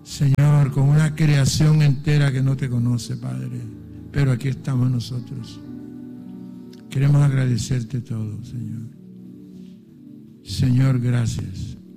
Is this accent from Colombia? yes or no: yes; Colombia